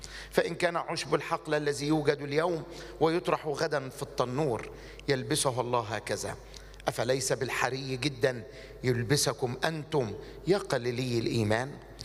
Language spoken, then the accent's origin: Arabic; Egypt